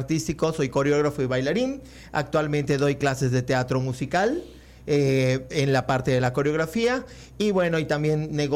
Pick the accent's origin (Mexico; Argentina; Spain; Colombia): Mexico; Yucatán; moved away; also born or lived in Cancún, Quintana Roo; yo soy yucateco, pero viví muchos años en Cancún.